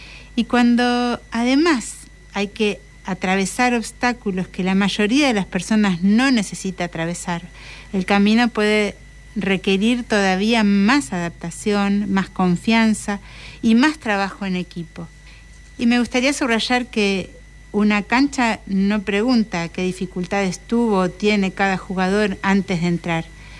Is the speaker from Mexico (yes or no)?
no; Patagonia, Argentina; soy cantora de la Patagonia.